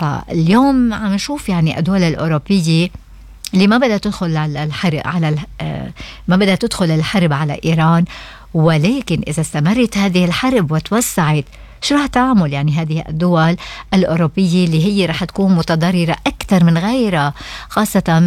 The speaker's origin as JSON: {"language": "Arabic", "country": "Lebanon", "said": "حزب الله عنا بلبنان"}